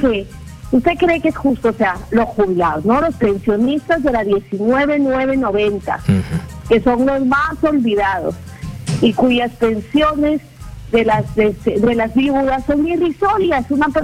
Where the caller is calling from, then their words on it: Paita, Piura, Peru; Desde Paita